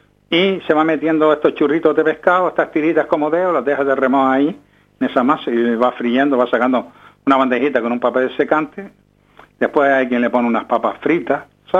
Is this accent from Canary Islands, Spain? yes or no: yes; Canary Islands, Spain